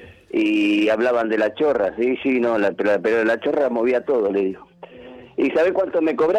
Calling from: Berazategui, Buenos Aires Province, Argentina; de Berazategui

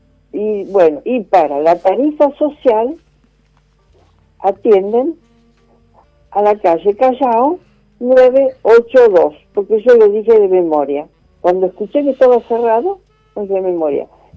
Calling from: Lanús, Buenos Aires Province, Argentina; de Lanús.

